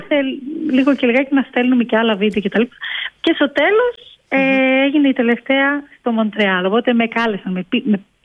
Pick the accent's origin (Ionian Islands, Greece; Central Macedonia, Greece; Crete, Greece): Crete, Greece; Γιατί επειδή μεγάλωσα και στην Κρήτη δεν έτυχε να το δω κάπου